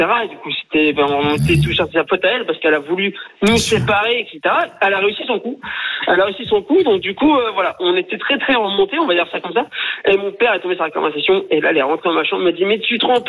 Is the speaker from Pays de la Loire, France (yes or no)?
no; Hauts-de-France, France; je suis du Nord, mais rien de fou ça.